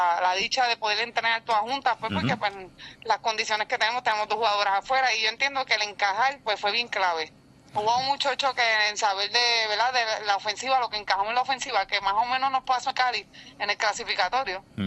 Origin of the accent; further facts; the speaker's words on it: Ponce, Puerto Rico; nosotros somos bien orgullosos de ser puertorriqueños.